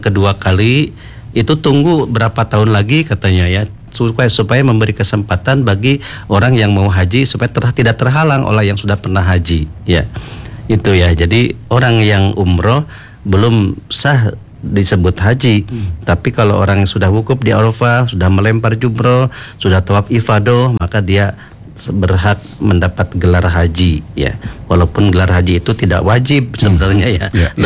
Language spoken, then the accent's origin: Indonesian; Bogor, West Java, Indonesia; saya orang Bogor juga itu